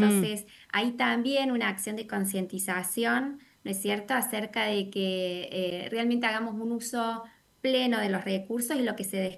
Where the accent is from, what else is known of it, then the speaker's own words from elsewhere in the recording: Córdoba, Argentina; accent: Cordoban tonada; Soy cordobesa